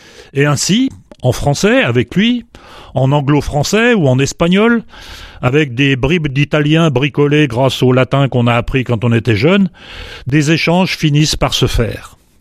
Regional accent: France; Nous sommes français et nous cherchons français.

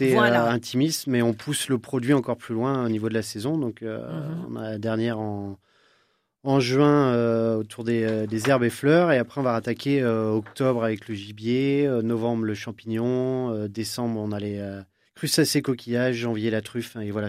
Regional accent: Pays de la Loire, France; moved away; Nous, on est originaire de Vendée.

